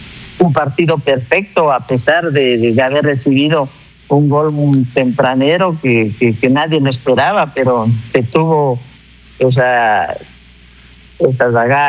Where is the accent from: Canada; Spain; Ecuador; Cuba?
Ecuador